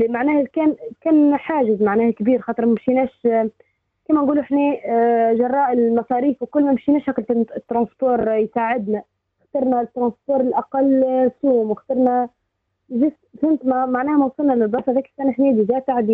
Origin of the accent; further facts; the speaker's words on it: Gabès, Gabès Governorate, Tunisia; جابس معناها هي مدينتنا من الجنوب